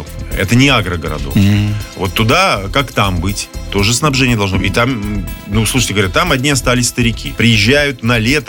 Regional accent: Belarus

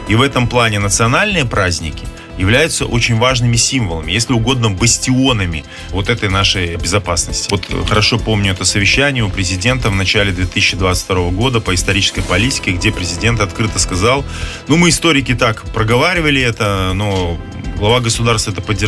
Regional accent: Belarus; Но это символизирует, что мы белорусы. Это символизирует нашу самоидентичность.

